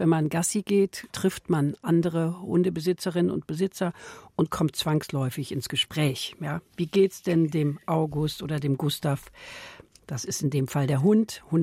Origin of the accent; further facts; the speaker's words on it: Cologne, North Rhine-Westphalia, Germany; Ich komme aus Köln